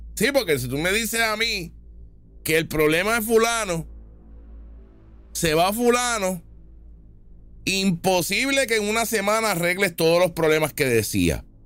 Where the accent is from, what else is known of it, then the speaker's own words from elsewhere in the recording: Puerto Rico; yo puedo ser puertorriqueño y ciudadano americano a la vez. Tengo mi cultura boricua, pero soy gringo ante un chino.